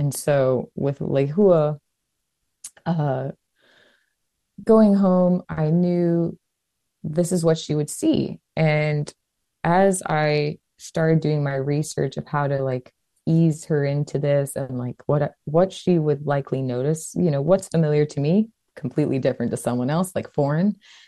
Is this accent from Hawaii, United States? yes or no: yes; Hawaii, United States; now in Los Angeles, United States; I'm born and raised in Hawaii, and grew up on a farm, super connected to the land. And so you can say Los Angeles is a change of pace for me.